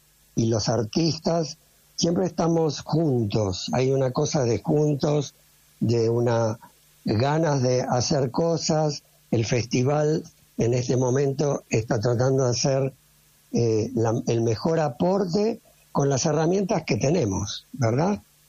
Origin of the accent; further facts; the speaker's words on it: Argentina; quiénes somos los argentinos.